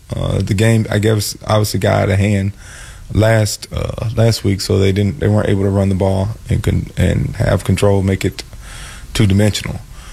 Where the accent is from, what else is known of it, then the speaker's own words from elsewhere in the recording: Mississippi, United States; I'm from Mississippi. I have no idea where Amsterdam is.